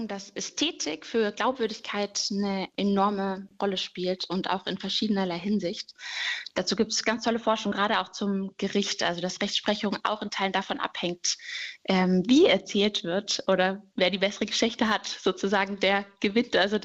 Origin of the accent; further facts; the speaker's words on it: Stuttgart, Baden-Württemberg, Germany; now in Erfurt, Germany; Also ich komme aus Stuttgart, und als ich nach Erfurt gezogen bin